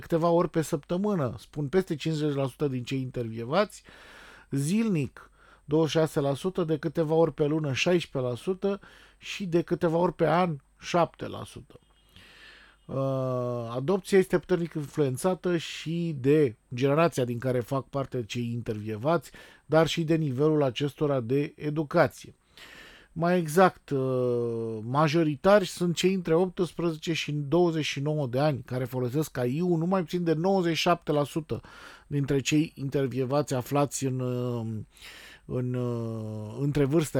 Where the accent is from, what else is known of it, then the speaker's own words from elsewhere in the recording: Romania; nu neapărat noi ca români, dar noi în general în Europa